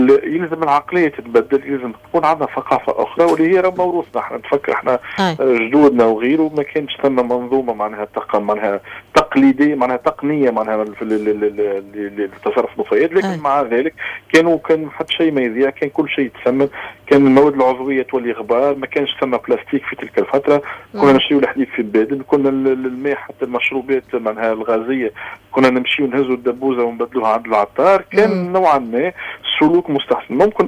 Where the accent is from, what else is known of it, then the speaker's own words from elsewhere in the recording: Tunisia; اللي كتوانسه